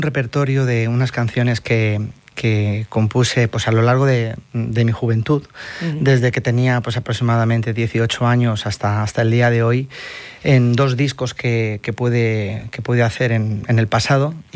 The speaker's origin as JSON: {"language": "Spanish", "town": "Gandia", "region": "Valencian Community", "country": "Spain", "said": "Queremos representar a Gandía porque todos prácticamente somos de Gandía"}